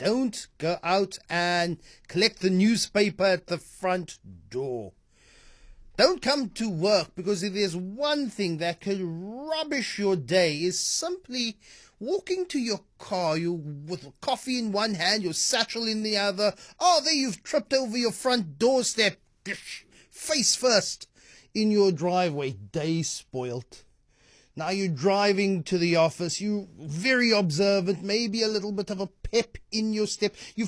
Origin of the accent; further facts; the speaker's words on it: Cape Town, Western Cape, South Africa; I'm from Grassy Park.